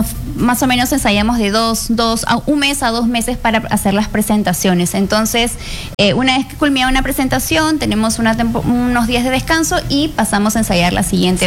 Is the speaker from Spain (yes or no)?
no; Trujillo, La Libertad, Peru; moved away as an adult; now in Lima, Peru; Sí, hace 2 años, vine de Trujillo, audicioné al ballet municipal de Lima, me contrataron.